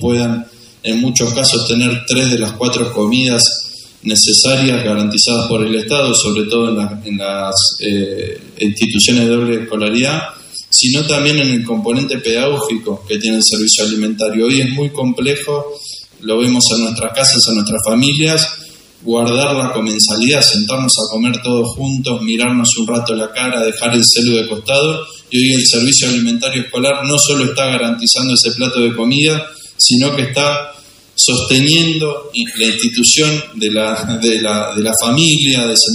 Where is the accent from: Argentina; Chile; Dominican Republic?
Argentina; Maipú, Buenos Aires Province; moved away; Yo vengo de un pueblo incluso más chico que Bolívar, se llama Maipú, somos 10.000 habitantes. Es un pueblo gobernado por el radicalismo y de 10.000 habitantes.